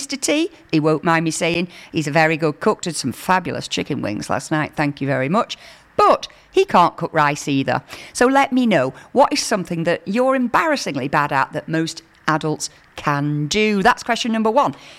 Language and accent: English; Lancaster, North West England, United Kingdom; I am from Lancaster.